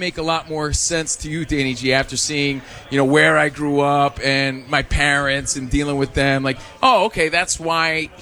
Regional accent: New Jersey, United States; Because I'm from Jersey, Rich is from New York.

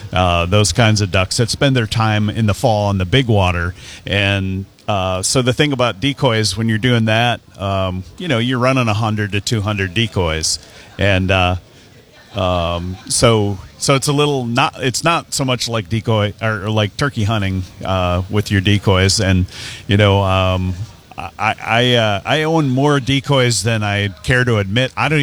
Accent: Wisconsin, United States; I'm from Wisconsin

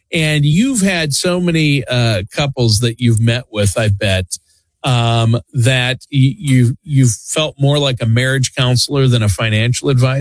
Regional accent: Minnesota, United States; my home state of Minnesota where I'm at right now.

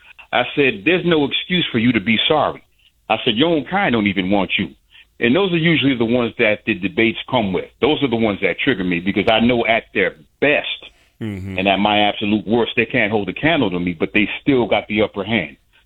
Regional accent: New England, United States; I grew up in New England, so I remember what the busing was like in Boston.

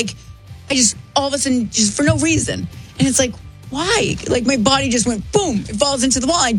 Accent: New Hampshire, United States; I grew up on Hackett Hill

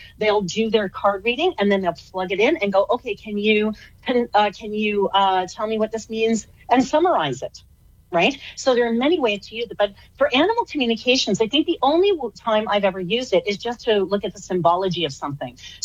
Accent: Canada; I'm Canadian, I'll still say that.

